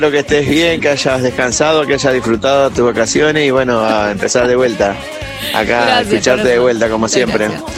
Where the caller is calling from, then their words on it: Buenos Aires, Argentina; de Buenos Aires.